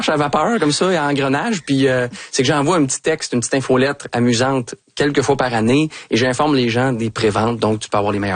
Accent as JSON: {"language": "French", "town": "Brossard", "region": "Quebec", "country": "Canada", "tie": "born or raised there", "said": "J'ai grandi donc tout près, oui, du 10-30. À l'époque, c'était un champ de patates."}